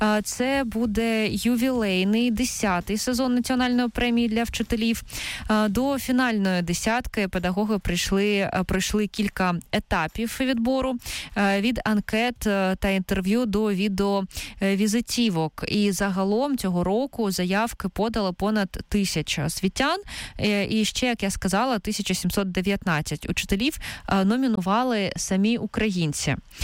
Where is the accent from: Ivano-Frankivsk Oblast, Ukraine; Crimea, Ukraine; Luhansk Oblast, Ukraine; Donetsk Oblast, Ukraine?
Donetsk Oblast, Ukraine; Torez; born there; бо я теж народилася в Торезі Донецької області, то знаю це місце дуже добре.